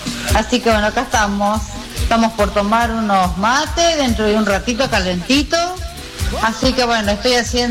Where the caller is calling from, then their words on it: Rufino, Santa Fe, Argentina; Desde acá, desde Rufino, Santa Fe